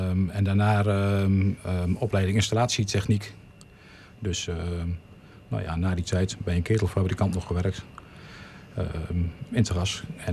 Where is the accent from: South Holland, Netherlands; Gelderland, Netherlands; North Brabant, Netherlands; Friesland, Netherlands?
Gelderland, Netherlands; Heerde; Ik ben geboren in Heerde. Mijn leeftijd 53 jaar. En geboren in Heerde en opgegroeid in Heerde. Ik heb altijd gewoond tegenover de speeltuin aan de Brandstraat. Daar ben ik geboren.